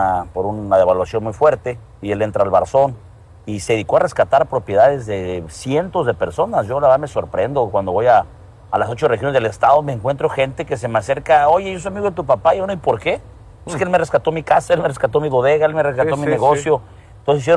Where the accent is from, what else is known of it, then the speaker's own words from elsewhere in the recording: Acapulco, Guerrero, Mexico; also born or lived in Puebla; Somos gente que realmente venimos de la raíz de Acapulco. Conocemos realmente las raíces de Acapulco. Yo nací en Puebla.